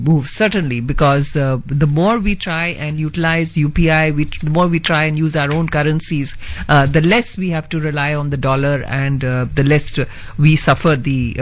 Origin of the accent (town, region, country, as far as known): India